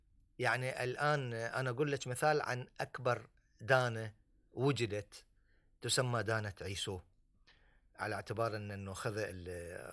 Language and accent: Arabic; Bahrain; انكسر سوق اللولو عندنا في البحرين،